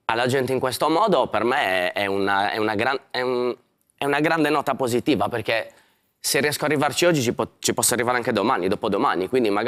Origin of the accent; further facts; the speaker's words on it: Buggerru, Sardinia, Italy; quando passavano i pescherecci fuori da Bugerro, dal mio paesino, mio nonno teneva compagnia a loro via baracchino, no?